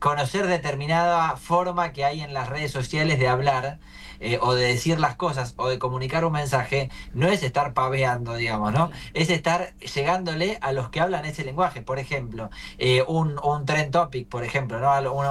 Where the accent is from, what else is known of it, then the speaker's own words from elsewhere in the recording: Buenos Aires, Argentina; De Monte Castro, orgullosamente de Monte Castro. De Monte Castro.